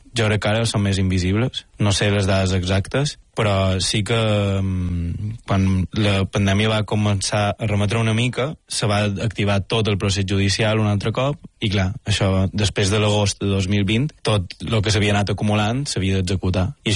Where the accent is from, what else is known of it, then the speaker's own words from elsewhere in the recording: Balearic Islands, Spain; mos coneixem d'això de fer temes junts i els dos som mallorquins.